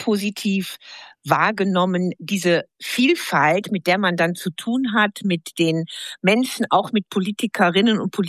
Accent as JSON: {"language": "German", "region": "North Rhine-Westphalia", "country": "Germany", "moved": "yes", "lives_now": "Bavaria, Germany", "said": "dann kann man sich als Westfälin, Ostwestfälin auch in Bayern sehr wohlfühlen."}